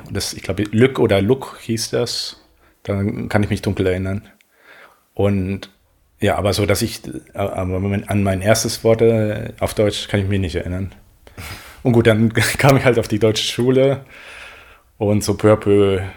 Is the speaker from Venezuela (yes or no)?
yes; Venezuela; now in Berlin, Germany; Ich komme ursprünglich aus Venezuela und bin schon mittlerweile 15 Jahre in Berlin.